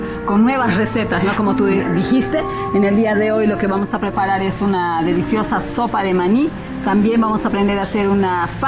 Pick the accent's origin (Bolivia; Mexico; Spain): Bolivia; Sucre, Chuquisaca; de donde yo soy, de Sucre